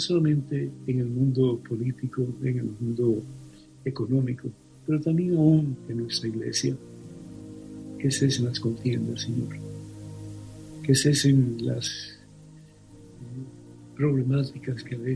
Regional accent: Cuba; Yo te pido, Madre Santísima, que nos ayudes en este tiempo difícil de nuestra vida, como cubanos y como latinoamericanos.

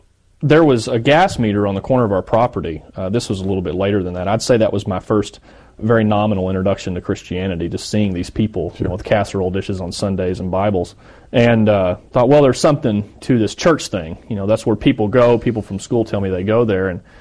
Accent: Arkansas, United States; grew up in an area where the Catholic Church was not a very prominent church. I grew up in Northwest Arkansas.

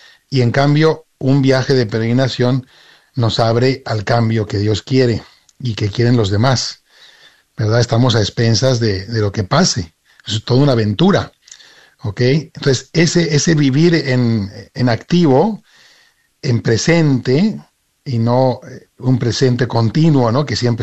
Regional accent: Spain; now in Mérida, Mexico; Yo soy español, aunque vivo aquí en México.

